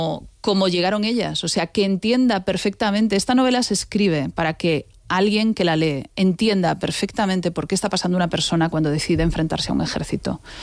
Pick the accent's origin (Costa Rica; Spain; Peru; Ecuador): Spain; A Coruña, Galicia; Soy gallega de digámoslo, soy gallega. Gallega de A Coruña.